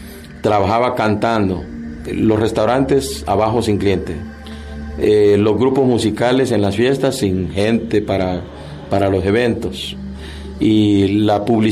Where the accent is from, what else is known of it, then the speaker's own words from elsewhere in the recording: San Pedro Sula, Cortés, Honduras; moved away as an adult; also born or lived in Utah, United States; Me crié hasta la edad de los 28 años, que viví aquí en Honduras, en San Pedro Sula. Luego me fui para el estado de Utah, en Estados Unidos, hasta que regresé a mi patria.